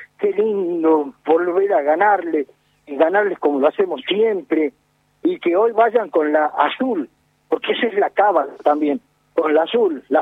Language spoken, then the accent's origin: Spanish; Argentina; más como somos los argentinos, que somos apasionados, nos ponemos la celeste y blanca.